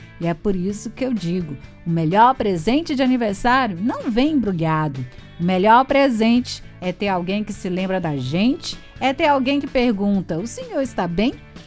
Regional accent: Rurópolis, Pará, Brazil; Eu venho lá de Rurópolis, de coração na Amazônia

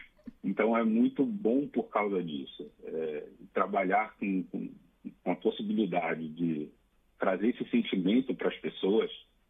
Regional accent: Belém, Pará, Brazil; now in São Paulo, Brazil; Eu sou natural de Belém, capital do Pará. Então, quando eu me mudei para São Paulo, 10 anos atrás

